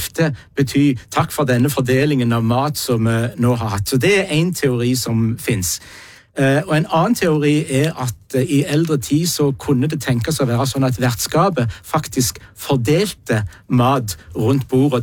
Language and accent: Norwegian; Western Norway, Norway; jeg som vestlending